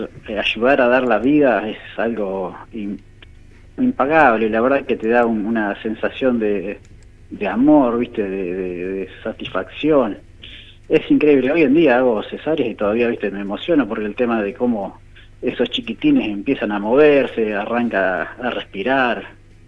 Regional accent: Buenos Aires Province, Argentina; yo soy de un pueblito, Capitán Sarmiento, es un pueblito muy chico, de 3 habitantes, en provincia de Buenos Aires, cerca de la zona de Pergamino, y mi abuelo tenía chacra, mi padre era consignatario de Hacienda.

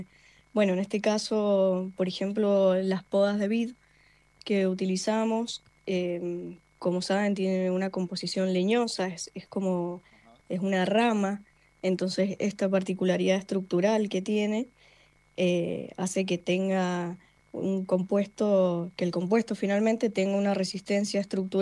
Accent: Mendoza, Argentina; Yo soy de Mendoza.

